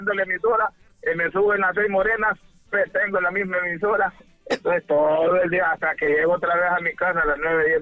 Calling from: Comayagüela, Francisco Morazán, Honduras; De aquí, de Comayagüela.

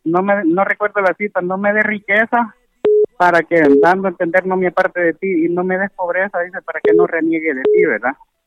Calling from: Comayagua, Honduras; aquí el kilómetro 129 entre Tablabéis y Guatepeque.

